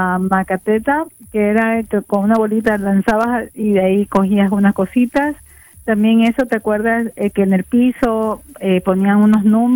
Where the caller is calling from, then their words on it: Southwest Ranches, Florida, United States; Sahuas Ranches, de Broward, cerca de Weston.